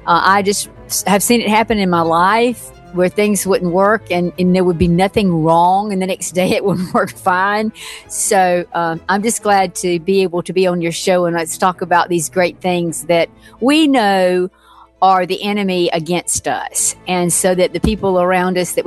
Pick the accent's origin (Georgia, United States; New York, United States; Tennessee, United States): Georgia, United States; when I was growing up in South Georgia, I mean, I didn't even have a telephone in my home.